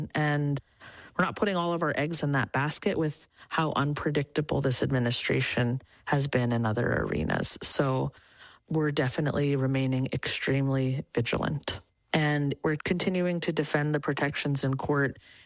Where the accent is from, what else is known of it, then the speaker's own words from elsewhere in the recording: Clark's Point, Alaska, United States; my grandmother was Muntjoc, and I was raised with her in Clark's Point in Bristol Bay.